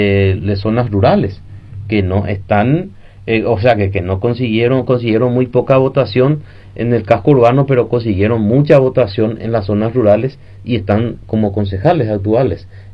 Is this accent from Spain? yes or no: no; San Estanislao, San Pedro, Paraguay; como ciudadanos paraguayos, como ciudadanos sanpedranos, como ciudadanos santanianos